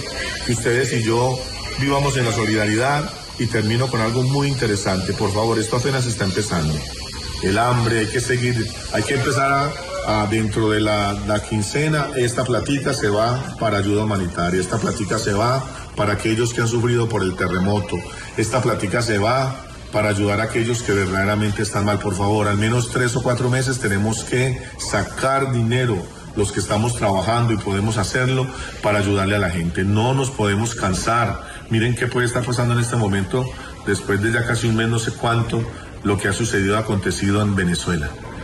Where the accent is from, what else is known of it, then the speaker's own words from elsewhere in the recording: Antioquia, Colombia; now in Cali, Colombia; yo soy antioqueño con corazón vallecaucano. Llevo 27 años y de verdad que amo a Cali con locura.